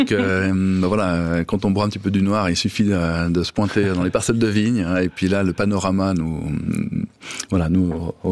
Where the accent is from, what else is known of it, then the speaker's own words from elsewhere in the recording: Denain, Hauts-de-France, France; moi je suis né à Denan, c'est là que j'ai fait ma vie.